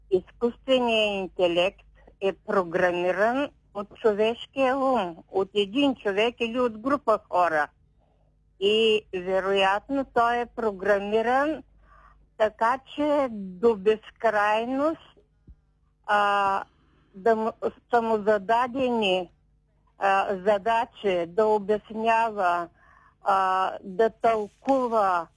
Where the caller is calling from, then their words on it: Shumen, Shumen Province, Bulgaria; от Шумен съм